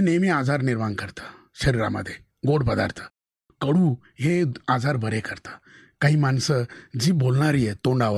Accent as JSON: {"language": "Marathi", "town": "Gonde Dumala", "region": "Maharashtra", "country": "India", "tie": "born or raised there", "said": "मी इगतपुरी तालुक्यामध्ये गोंदे दुमाला म्हणून गाव आहे, जिथे आता खाजगी 100 पेक्षा जास्त उद्योगधंदे आलेत. मी मुळात शेतकऱ्याचा मुलगा आणि अतिशय गरिबीतून मी मोठा झालो."}